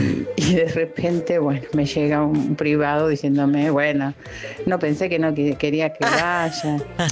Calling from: Avellaneda, Buenos Aires Province, Argentina; de Avellaneda.

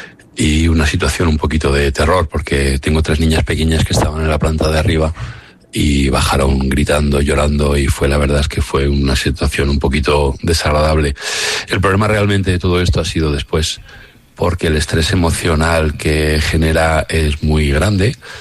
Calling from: Armilla, Andalusia, Spain; vivo en Armilla, Granada.

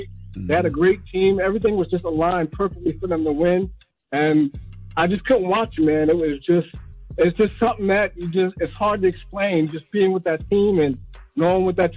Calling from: New Jersey, United States; I'm calling from New Jersey. Just calling from New Jersey.

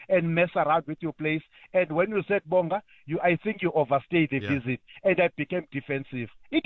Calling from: Mount Frere, Eastern Cape, South Africa; we as a South African

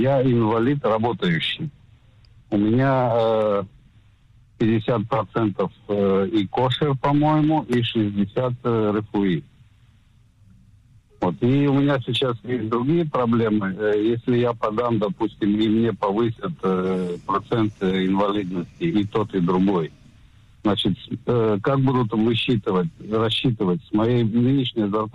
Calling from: Bat Yam, Tel Aviv District, Israel; Здравствуйте … из Батьяма.

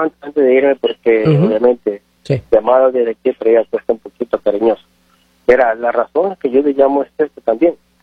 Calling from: Ecuador; Le estoy llamando desde Ecuador.

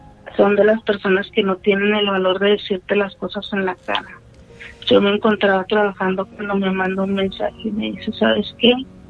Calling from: Ciudad Juárez, Chihuahua, Mexico; De Ciudad Juárez, Chihuahua.

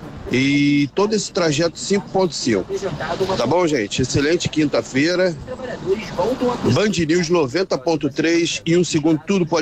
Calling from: São Gonçalo, Rio de Janeiro, Brazil; taxista. Olha só, saí de Neves

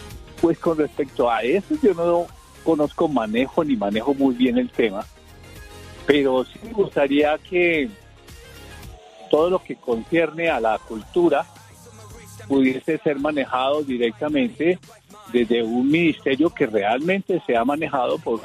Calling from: Bogotá, Bogotá D.C., Colombia; desde Bogotá.

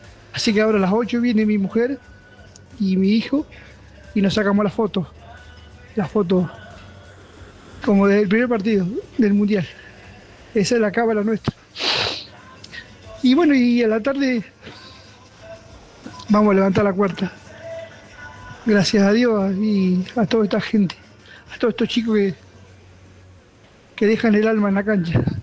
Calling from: Facundo Quiroga, Buenos Aires Province, Argentina; de Facundo Quiroga, acá en la provincia de Buenos Aires.

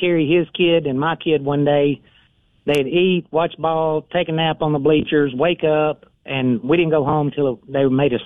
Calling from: Arkansas, United States; I'm from Arkansas

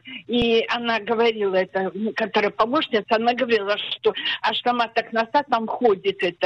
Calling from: Haifa, Haifa District, Israel; из Хайфы.

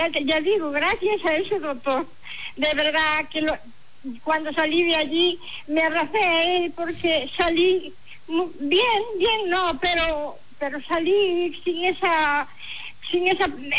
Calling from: Tenorio, Galicia, Spain; Yo soy de Tenorio

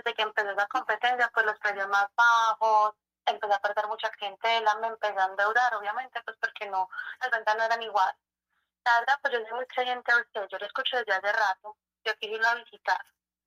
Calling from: Marinilla, Antioquia, Colombia; De Marinilla, Antioquia.

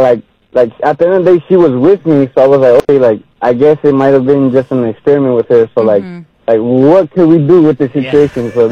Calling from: West Hollywood, California, United States; I'm from West Hollywood.

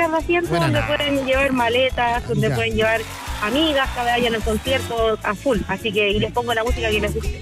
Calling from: Santiago, Santiago Metropolitan Region, Chile; yo estoy en Independencia, perdón, en Estación Central ahora.

